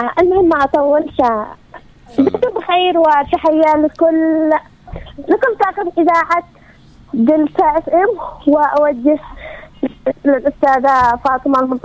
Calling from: Raymah, Yemen; سلامي على ريمه دياري وقريتي وسكانها كامل

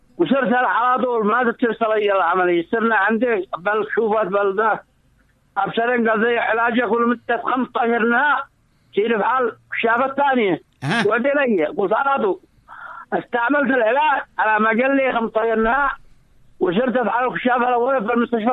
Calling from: Bani Matar, Sanaa, Yemen; من بني مطار

